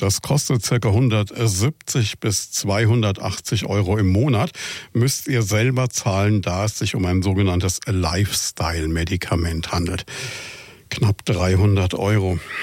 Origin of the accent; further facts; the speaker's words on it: Würzburg, Bavaria, Germany; als Würzburger und Angehöriger der knapp 9%